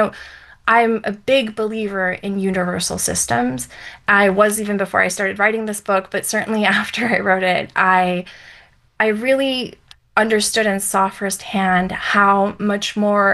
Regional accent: United States; I grew up in the States

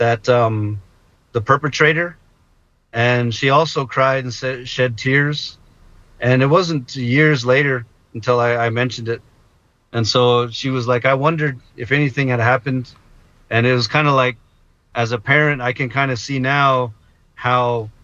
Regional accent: United States; now in White Mountain Apache Reservation, Arizona, United States; I think as Native American people in the United States, we have a strange relationship with organized religion. Here on the White Mountain Apache tribe

